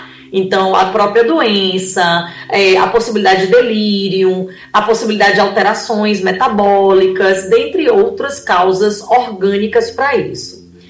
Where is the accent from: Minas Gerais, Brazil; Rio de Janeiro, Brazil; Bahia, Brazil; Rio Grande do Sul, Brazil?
Bahia, Brazil; Salvador; eu sou de Salvador, né, da Bahia